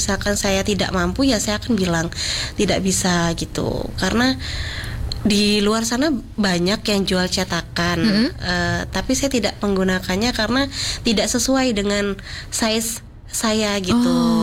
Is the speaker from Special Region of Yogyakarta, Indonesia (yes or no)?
no; Surabaya, East Java, Indonesia; moved away as an adult; Saya asli Surabaya